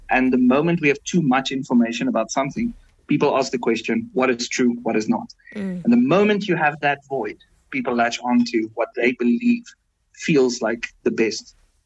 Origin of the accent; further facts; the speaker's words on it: South Africa; As a South African